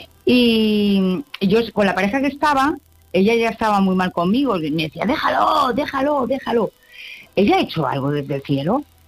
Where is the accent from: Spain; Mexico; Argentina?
Spain; Alicante, Valencian Community; yo soy de Alicante